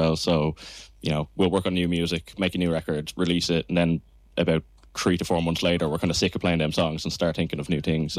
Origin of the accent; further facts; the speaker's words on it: Dublin, Leinster, Ireland; So growing up in Dublin, seeing them very regularly was a real treat.